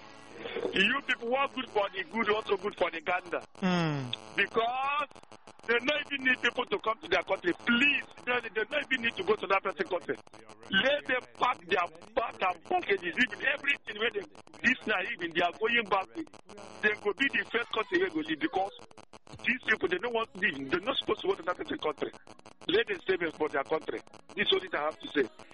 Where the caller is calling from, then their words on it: Aba, Abia, Nigeria; I'm calling from Abba.